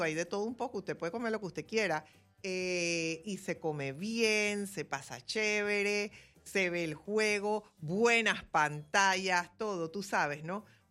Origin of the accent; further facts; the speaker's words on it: Panama; A mí siempre me dicen que se nota que eres panameña cuando estoy en otro lado